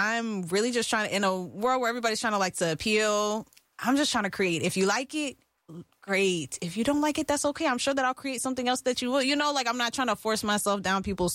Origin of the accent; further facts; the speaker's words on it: Washington, District of Columbia, United States; moved away as an adult; now in Houston, United States; I am originally from D.C., but I moved to Houston about 5 years ago. Don't know if that makes me a Houstonian yet.